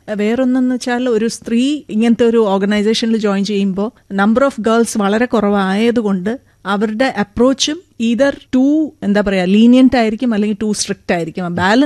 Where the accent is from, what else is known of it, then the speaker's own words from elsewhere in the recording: Bokaro, Bihar, India; ഞാൻ വളർന്നത് നോർത്തിലെ ബീഹാർ സ്റ്റേറ്റിലായിരുന്നു. അവിടെ ബൊക്കാറോ സ്റ്റീൽ സിറ്റിയിലാണ് എൻ്റെ അച്ഛൻ വർക്ക് ചെയ്തുകൊണ്ടിരുന്നത്.